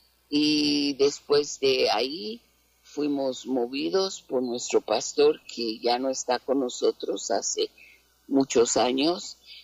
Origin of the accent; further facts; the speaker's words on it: Mexico; also born or lived in Guatemala / California; Estuvimos sirviendo en por poco tiempo en Guatemala, pero porque yo soy mexicana, mi esposo es centroamericano